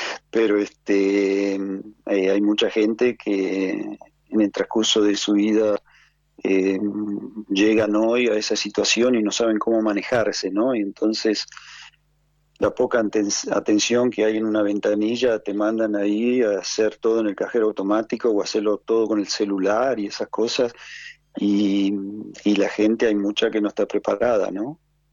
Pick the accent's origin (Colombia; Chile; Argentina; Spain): Argentina; now in Germany; si como argentino, digamos, o latino